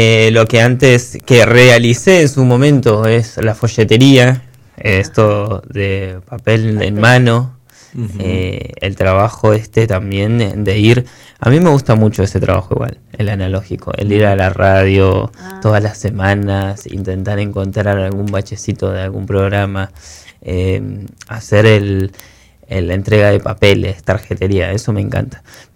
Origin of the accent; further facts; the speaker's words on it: Río Gallegos, Santa Cruz, Argentina; soy un representante de Río Gallegos en el mundo